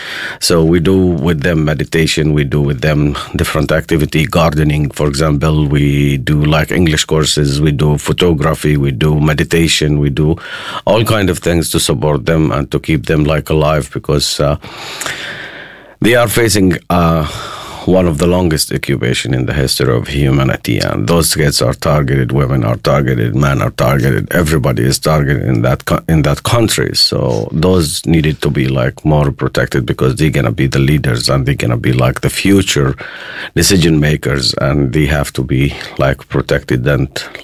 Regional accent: Palestine; I come from Palestine

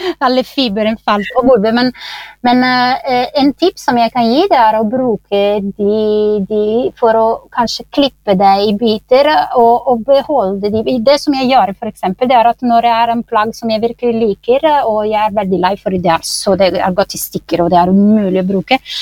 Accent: Italy; Norwegian is a second language; moved away as an adult; now in Norway; jeg kommer fra Italia

